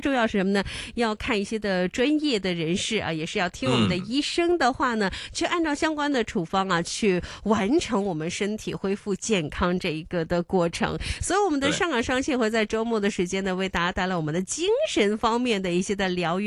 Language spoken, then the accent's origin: Chinese; Guangdong, China; accent: Cantonese; 我们广东话呢叫打哈欠。